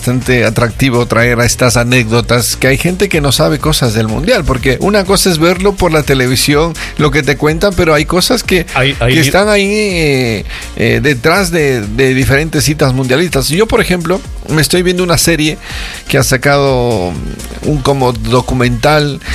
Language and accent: Spanish; Ecuador